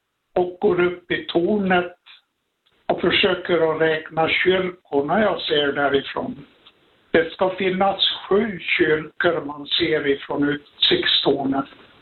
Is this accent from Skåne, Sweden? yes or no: no; Siljansnäs, Dalarna County, Sweden; now in Småland, Sweden; Jag är uppväxt i Siljansnäs. Men just nu är jag förpassad till Småland.